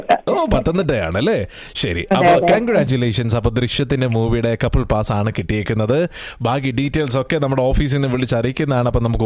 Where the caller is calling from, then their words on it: Bur Dubai, Dubai, United Arab Emirates; ഇത് ഞാൻ വിളിക്കുന്നത് ബർദുബായിൽ നിന്നാണ്.